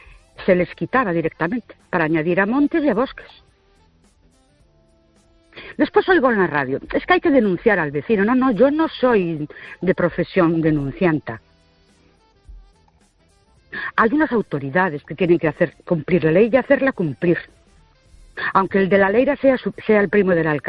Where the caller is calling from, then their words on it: Ourense, Galicia, Spain; de Ourense.